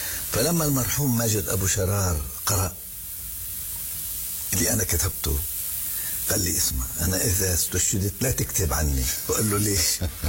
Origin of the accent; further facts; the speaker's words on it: Palestine; أنه إحنا كثورة فلسطينيين نظل نبقى متمسكين بحقوقنا الثابتة